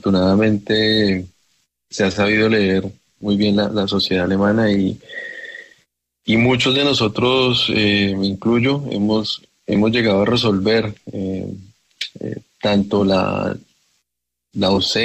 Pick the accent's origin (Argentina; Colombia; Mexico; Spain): Colombia; now in Berlin, Germany; Nosotros somos guerreros, el colombiano, el latino en general, latinoamericano.